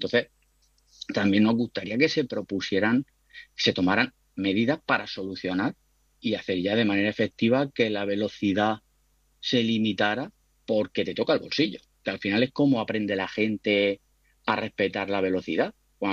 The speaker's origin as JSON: {"language": "Spanish", "town": "Orihuela", "region": "Valencian Community", "country": "Spain"}